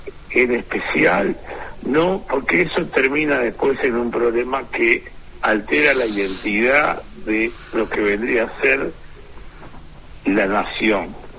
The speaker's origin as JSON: {"language": "Spanish", "country": "Uruguay", "said": "Ahora, cubano, porque bueno, vengo, voy a Uruguay porque no puedo estar más en mi país"}